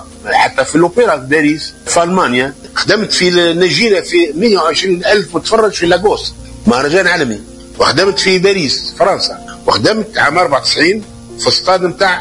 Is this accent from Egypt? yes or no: no; Zarzis, Medenine, Tunisia; تأسست عام 1966 بجرجيس. في البداية أنا عمري 13 سنة.